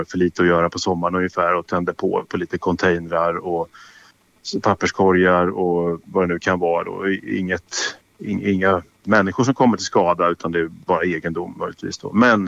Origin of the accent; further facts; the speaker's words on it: Örebro, Örebro County, Sweden; born there; Och jag då som född örebroare och som älskar stan och kan stan väldigt bra, det är ju väldigt enkelt.